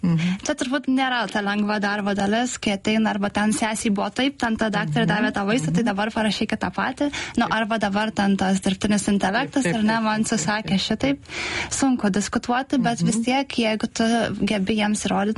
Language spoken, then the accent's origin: Lithuanian; Kaunas, Kaunas County, Lithuania; Ne, aš irgi augau Kaune, bet baigiau Saulės gimnaziją.